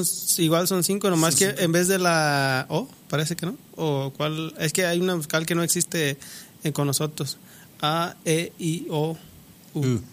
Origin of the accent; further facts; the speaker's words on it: San Sebastián Teponahuatlán, Jalisco, Mexico; soy originario de Bajío del Tule. Es la localidad perteneciente a San Sebastián.